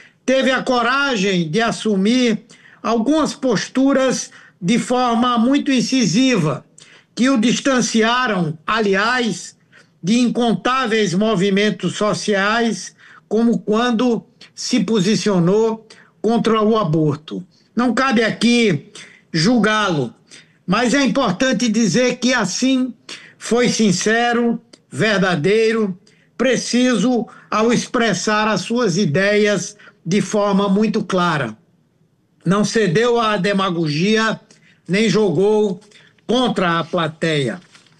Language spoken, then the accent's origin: Portuguese; Brazil; como brasileiro e como senador